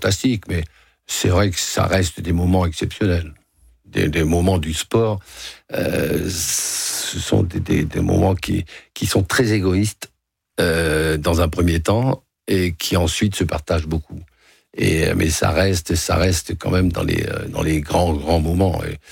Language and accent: French; Hauts-de-France, France; je suis un enfant des cons, je suis du Nord, hein, je suis une lettre de carbon.